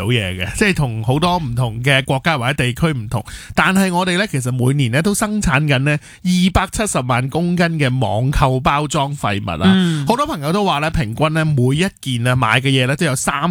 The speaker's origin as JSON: {"language": "Cantonese", "country": "Hong Kong", "said": "亦都包括咧我哋香港人咧都好认识嘅几个龙头品牌啦。"}